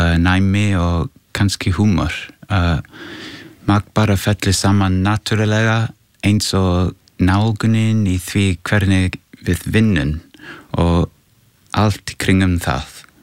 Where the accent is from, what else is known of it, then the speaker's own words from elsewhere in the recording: England, United Kingdom; moved away as an adult; now in Iceland; Ég ólst upp á Englandi en ég hef búið á Íslandi síðustu tíu ár.